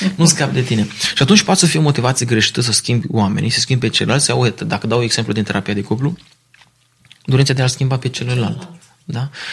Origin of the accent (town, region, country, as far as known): Romania